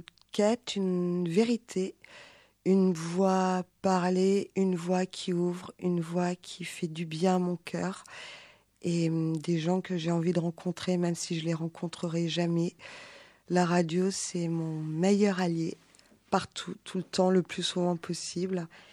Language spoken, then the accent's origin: French; Colmar, Grand Est, France; Quand j'étais, enfant, à la maison, chez mes parents. Je viens de Colmar.